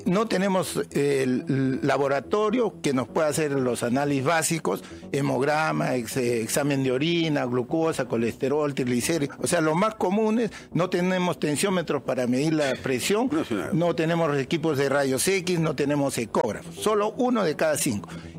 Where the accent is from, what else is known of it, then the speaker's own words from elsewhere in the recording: Arequipa, Peru; Yo soy arequipeño